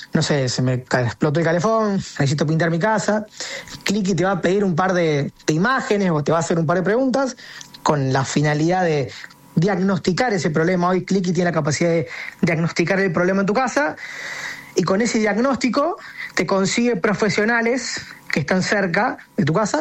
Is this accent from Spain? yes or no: no; Argentina; somos gente del interior